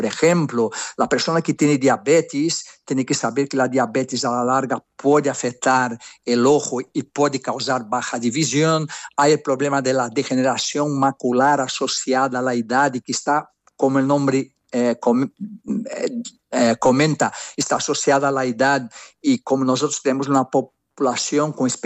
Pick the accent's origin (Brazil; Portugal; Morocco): Brazil; Catalan is a second language; No, soc brasiler, però mig català.